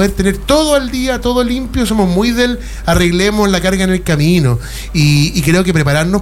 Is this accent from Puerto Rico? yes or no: no; Chile; porque como chilenos a veces, no sé a qué me dirá usted, Mateo, somos muy reactivos